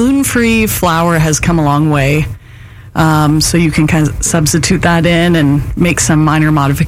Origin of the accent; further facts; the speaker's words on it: Portland, Oregon, United States; moved away as an adult; now in Olympia, United States; because I'm from Portland